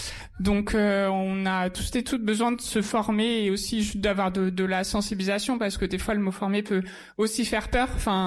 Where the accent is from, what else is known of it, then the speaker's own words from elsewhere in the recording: France; moved away as an adult; now in Loir-et-Cher, France; je suis originaire de la région Chante. Enfin, j'ai grandi à Châteauneau, donc c'est encore plus petit que Vendôme. Donc c'est, je connais un peu le milieu rural.